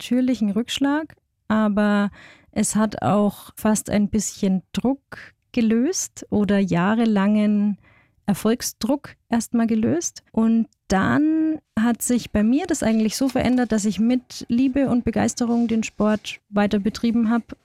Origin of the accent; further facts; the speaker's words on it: Bavaria, Germany; Ja, ist vor allem sehr lustig, wenn man sich vorstellt und sagt, ich bin aus dem Fichtelgebirge, dann überlegen die, welches Gebirge im Alpenraum kennen wir denn nicht?